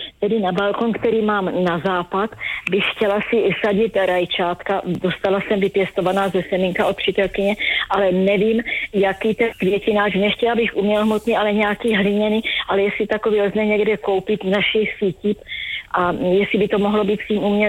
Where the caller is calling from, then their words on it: Moravia, Czechia; Dobrý den, já jsem posluchačka z Moravy